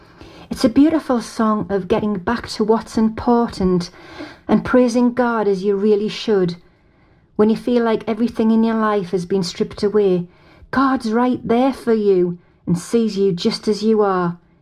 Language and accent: English; Great Lumley, North East England, United Kingdom; I'm from Great Lumley in County Durham.